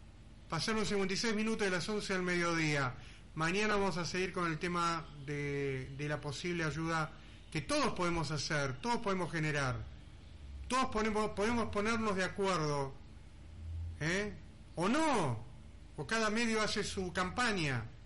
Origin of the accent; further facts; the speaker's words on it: Argentina; Soy argentino todo el año, no cuando viene la Copa, no cuando viene el Mundial únicamente.